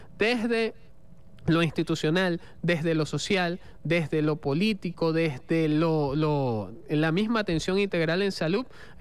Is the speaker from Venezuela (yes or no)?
yes; Venezuela; Somos venezolanos, somos venezolanas